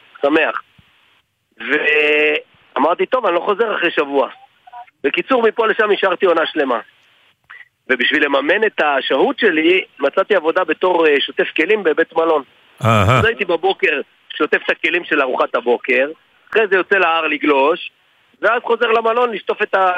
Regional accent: Northern District, Israel; moved away as an adult; now in Tel Aviv, Israel; גם אני קיבוצניק אגב, במקור מקיבוץ ניר דוד, ובאיזשהו שלב עברתי לתל אביב, כמו שעושים כזה אחרי הדיול, אחרי הצבא

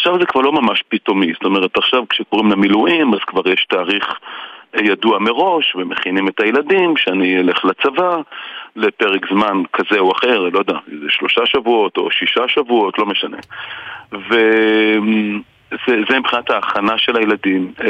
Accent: Central District, Israel; היום הוא כבר די גדול, אבל זה יישוב בשרון, הוא התחיל כיישוב קטן, היום הוא כבר לא מעט, אני חושב שהוא כבר באזור ה-8,000 9,000 תושבים, בזמנו הוא היה הרבה יותר קטן.

